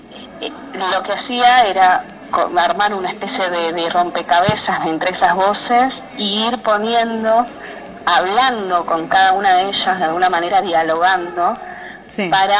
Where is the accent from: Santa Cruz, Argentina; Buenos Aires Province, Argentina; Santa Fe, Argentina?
Santa Cruz, Argentina; Puerto San Julián; Yo soy de San Julián y viví acá en el momento que ocurre el femicidio de Zulma. Zulma vivía a 2 cuadras de mi casa